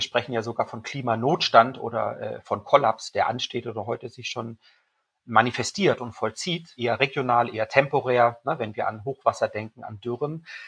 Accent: Mainau Island, Baden-Württemberg, Germany; Ich bin aufgewachsen auf der Insel Mainau im Bodensee, ne, die Blumeninsel

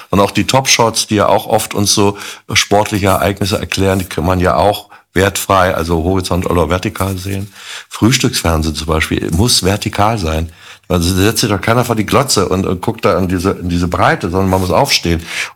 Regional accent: Berlin, Germany

